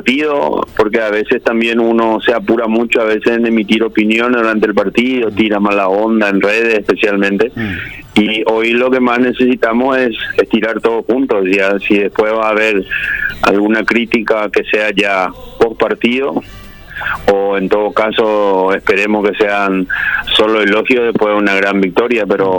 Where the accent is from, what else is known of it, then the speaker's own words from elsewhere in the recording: Paraguarí, Paraguay; born there; comencé muy temprano a jugar ya para mí en serio en el equipo de mi comunidad, en el 15 de mayo de Paraguarí, con 15 años